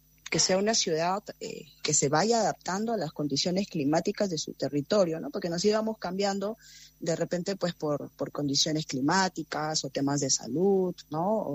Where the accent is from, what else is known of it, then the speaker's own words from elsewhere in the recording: Piura, Peru; darles a conocer un poquito mi ciudad. Yo soy originaria de ahí